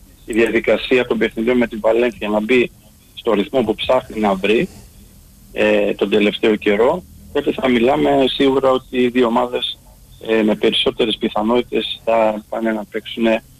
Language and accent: Greek; Greece; ως Έλληνες και ως λάτρεις του μπάσκετ που είμαστε μέσα στην Ελλάδα.